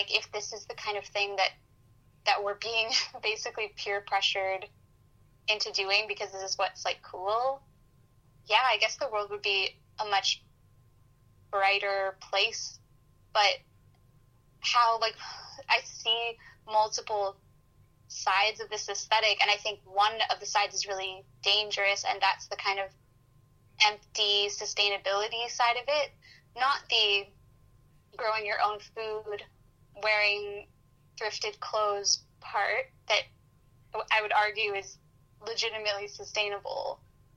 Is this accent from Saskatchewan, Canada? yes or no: no; Vancouver, British Columbia, Canada; because I'm from Vancouver, and I go to Victoria pretty frequently